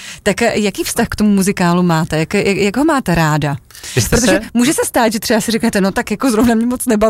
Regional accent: Brno, South Moravian Region, Czechia; já jsem z Brna

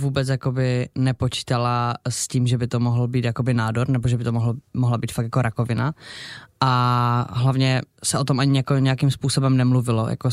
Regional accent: Ostrava, Moravian-Silesian Region, Czechia; To už nebylo teda u nás v Ostravě, já jsem se léčila v Brně na dětské onkologii

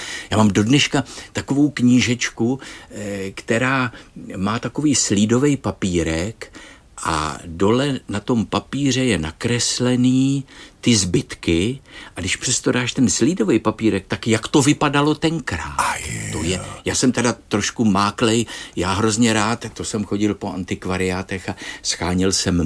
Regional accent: Prague, Czechia; A odkaď jsme, my jako z Prahy

